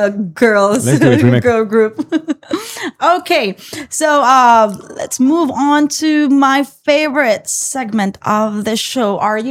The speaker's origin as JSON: {"language": "English", "country": "Philippines", "said": "I'm from the Philippines."}